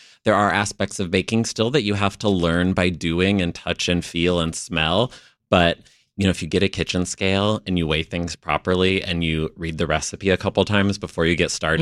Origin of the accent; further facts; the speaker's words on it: Indiana, United States; now in Chicago, United States; I'm from Indiana originally, but mm-hmm. I've lived here for a long time.